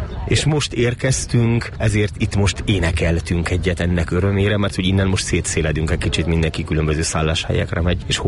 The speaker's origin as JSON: {"language": "Hungarian", "town": "Târgu Secuiesc", "region": "Covasna", "country": "Romania", "moved": "as an adult", "lives_now": "Moldavia, Romania", "said": "én magam is kézdivásárhelyi vagyok tulajdonképpen, de hát most már 7 éve Moldvában élek"}